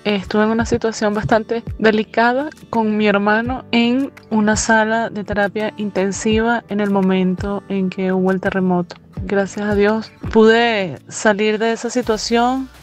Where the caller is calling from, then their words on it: Caracas, Capital District, Venezuela; soy de Caracas, Venezuela.